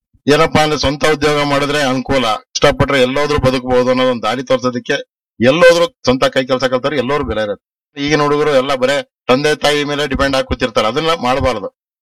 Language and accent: Kannada; Shivamogga, Karnataka, India; ನಾನು ಹುಟ್ಟಿದ್ದು ಶಿವಮೊಗ್ಗದಲ್ಲೇ, ಕಾನ್ವೆಂಟ್ ಅಲ್ಲಿ ಓದಿದ್ದು.